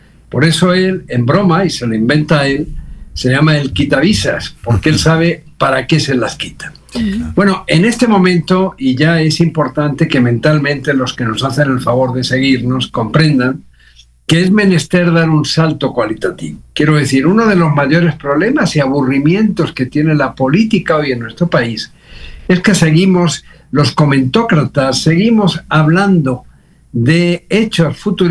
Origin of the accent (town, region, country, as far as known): Mexico